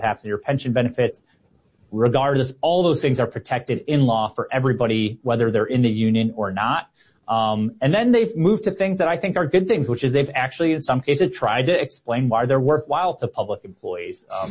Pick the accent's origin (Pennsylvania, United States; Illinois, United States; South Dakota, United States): Illinois, United States; But if you were from like my home state of Illinois, where my parents, you know, my dad was a school teacher, they could force you whether you wanted to or not.